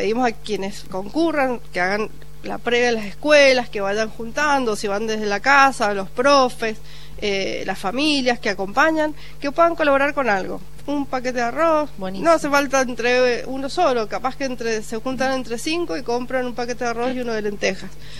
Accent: Argentina; Soy argentina, también soy futbolera.

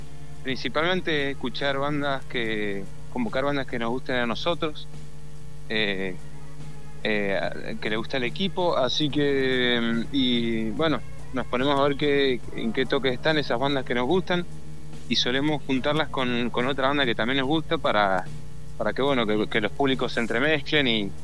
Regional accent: Mendoza, Argentina; Mendoza está en el oeste, ¿no? Somos el Western de Argentina.

